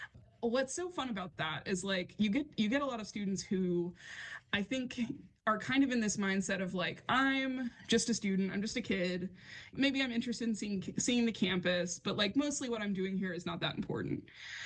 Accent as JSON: {"language": "English", "region": "Indiana", "country": "United States", "tie": "born or raised there", "said": "I grew up in Indiana"}